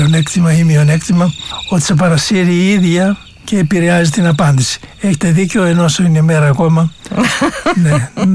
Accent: Kastoria, Western Macedonia, Greece; born there; also born or lived in Kalambaka / Konitsa; Γεννήθηκα στην Καστοριά.

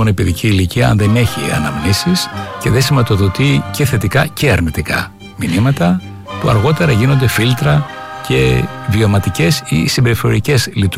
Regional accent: Chios, North Aegean, Greece; Το περπάτημά μου στο λιμάνι της Χίου. Όταν ήμουν 5-6 χρονών, η Χίος ήταν φτωχική όπως όλη η Ελλάδα.

